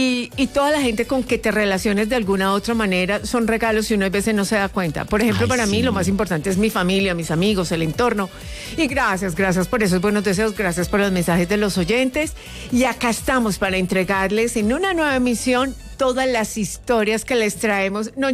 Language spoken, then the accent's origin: Spanish; Eje Cafetero, Colombia; Esta vez no es de mi tierra cafetera. Imagínense que no es del eje cafetero.